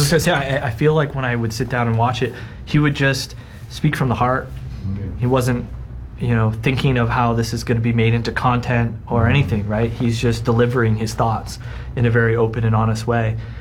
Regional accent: Toronto, Ontario, Canada; I have to kind of go back to when he arrives in Toronto. You know, when I had, not only is it my hometown, yeah.

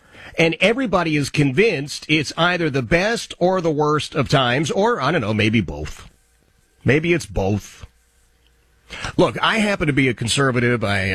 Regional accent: Philadelphia, Pennsylvania, United States; I grew up in Oxford Circle, Philadelphia. We were all Democrats, every single one of us.

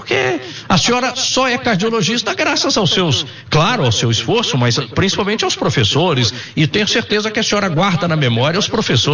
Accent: São Sebastião do Paraíso, Minas Gerais, Brazil; born there; eu nasci em Minas também, na capital de Minas, que é São Sebastião do Paraíso, a capital do Brasil.

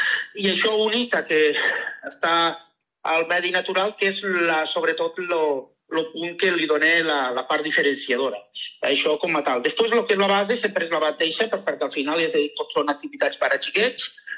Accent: Rossell, Valencian Community, Spain; nosaltres som de Rossell

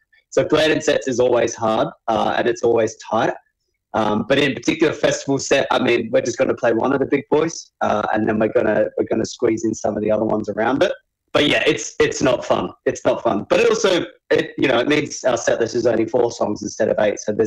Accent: Adelaide, South Australia, Australia; We love Adelaide. I'm originally from Adelaide, so any way to help a small festival grow there.

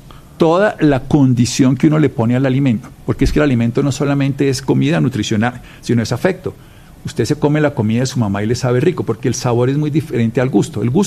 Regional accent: Armero, Tolima, Colombia; yo soy de Armero

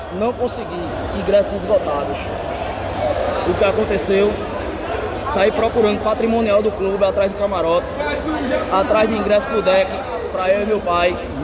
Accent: Maringá, Paraná, Brazil; now in Recife, Brazil; Falei, olha, eu sou de Maringá, mas tô morando em Recife.

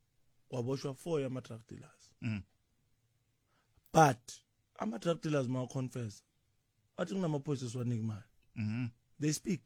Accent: South Africa; I believe ukuthi as a South African it's my duty. As a South African it's my duty to make sure that our home stays our home.

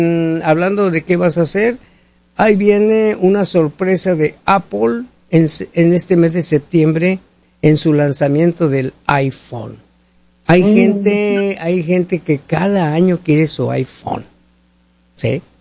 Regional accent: northern Mexico, Mexico; moved away; Yo como buen mexicano

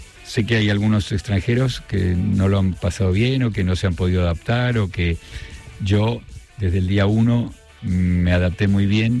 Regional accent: Argentina; accent: Argentine; Pero también es cierto que mi acento, que a un español le parece totalmente argentino, cuando voy a Argentina es parcialmente argentino.

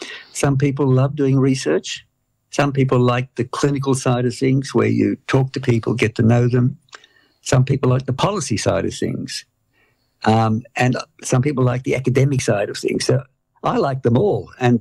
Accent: Australia

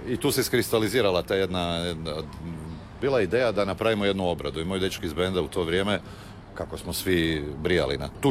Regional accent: Zagreb, City of Zagreb, Croatia; rođen sam tamo na Staroj Peščenici, gdje su se odigravali u principu, a i zanimljivo je što su Smogovci snimani i u Trnju, tu gdje sam ja odraso

